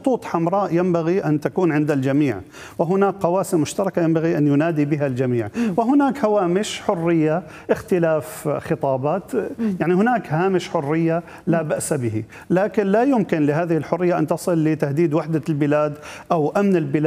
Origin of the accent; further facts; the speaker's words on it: Syria; عندنا في سوريا كما صرح السيد الرئيس أكثر من مرة